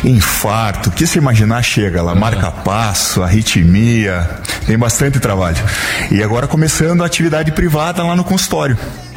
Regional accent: Paraná, Brazil; moved away as an adult; also born or lived in São Paulo; now in São Miguel, Brazil; Então, eu sou do Paraná, mas eu estava em São Paulo

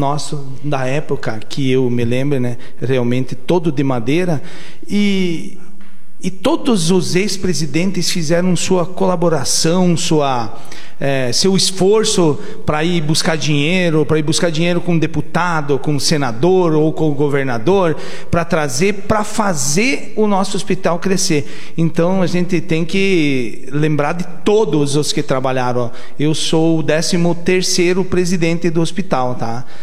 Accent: Rio Grande do Sul, Brazil; now in Santa Catarina, Brazil; Não nasci lá, não, nasci, eu sou do Rio Grande do Sul

